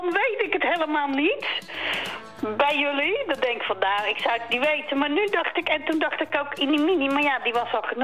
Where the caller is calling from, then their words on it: Vlaardingen, South Holland, Netherlands; Vlaardingen